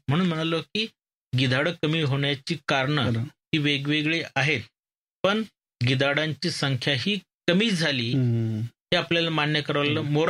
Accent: Ahmednagar district, Maharashtra, India

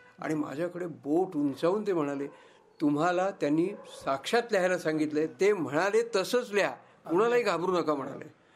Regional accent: Akola, Maharashtra, India; born there

